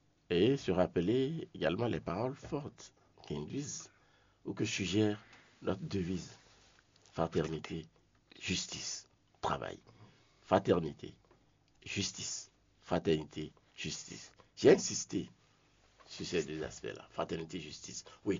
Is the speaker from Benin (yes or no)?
yes; Benin; en tant que Béninois